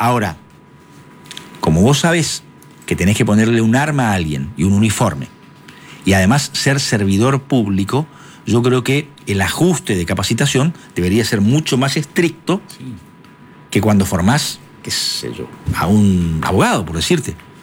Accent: Corrientes, Argentina; somos correntinos

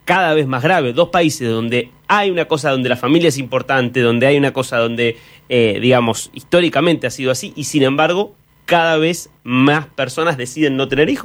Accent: Argentina; para que no me acusen de que estoy tirando tribuna siendo yo argentino, tomando un argentino

